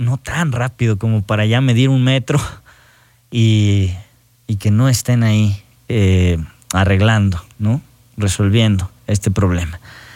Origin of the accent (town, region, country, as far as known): Mexico